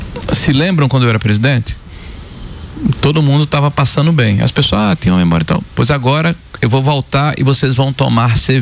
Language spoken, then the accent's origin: Portuguese; Rio Grande do Norte, Brazil; O cidadão que mora no interior, Jucurutu, lá do meu estado, um abraço para Jucurutu.